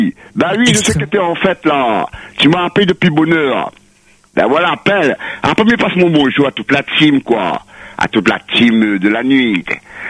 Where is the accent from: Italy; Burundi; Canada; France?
France; moi, je suis français.